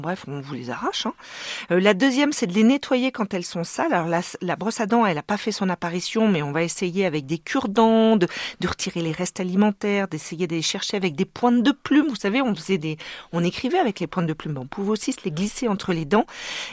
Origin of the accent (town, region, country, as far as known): France